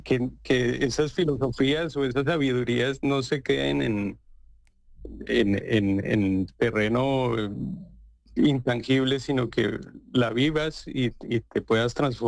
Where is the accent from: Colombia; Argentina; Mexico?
Colombia; Bogotá; Yo soy bogotano, sí.